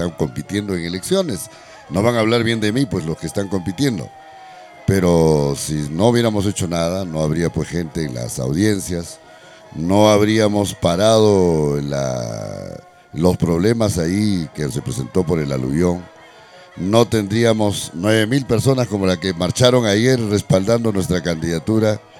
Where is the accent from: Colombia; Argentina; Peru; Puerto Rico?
Peru; Huaraz, Ancash; born there; Huaraz sabe que yo nací aquí, en el barrio del Centenario, un 5 de febrero del año 62. El año 70 tenía 8 años cuando pasó el terremoto.